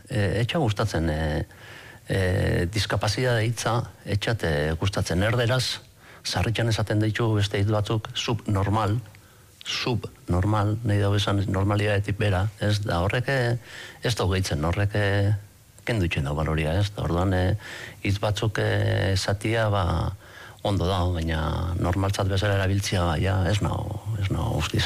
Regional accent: Bergara, Basque Country, Spain; Bergaratik nator, Markelen aita naiz.

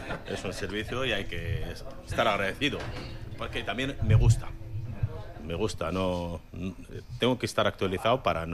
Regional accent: Morocco; now in Llodio, Spain; ya soy vasco, pero vasco marroquí.

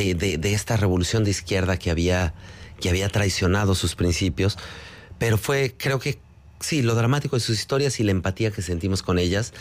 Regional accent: Durango, Mexico; now in Mexico City, Mexico

